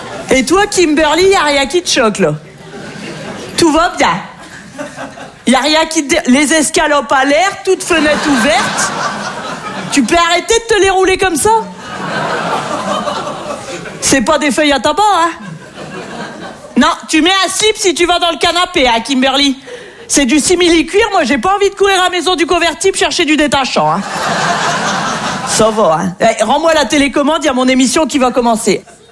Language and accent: French; Hauts-de-France, France; moi je viens du nord de la France. Et c'est vrai qu'on est très gentils dans le nord.